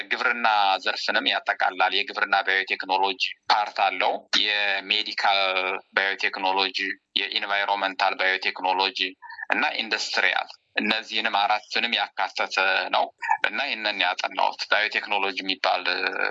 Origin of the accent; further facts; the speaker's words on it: Amhara, Ethiopia; የተወለድኩት ደቡብ ጎንደር ውስጥ እናት ወረዳ ውስጥ አባብቂላ ከምትባል ትንሽዬ ቀበሌ ነው። ትንሽዬ መንደር ነው።